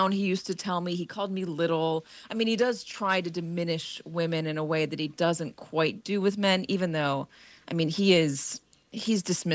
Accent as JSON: {"language": "English", "region": "California", "country": "United States", "said": "I say we because I am a Californian"}